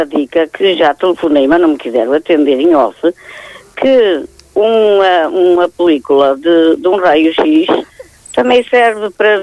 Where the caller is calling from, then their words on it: Arcos de Valdevez, Norte, Portugal; eu sou do Rio Proteus Arcos de Valdevez.